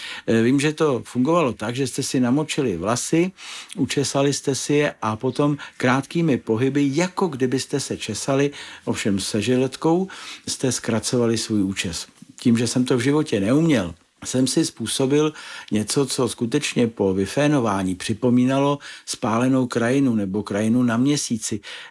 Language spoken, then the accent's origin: Czech; Prague, Czechia; poslední třídu základní devítileté školy tady u nás v Praze na Hanspalce v Sušické ulici.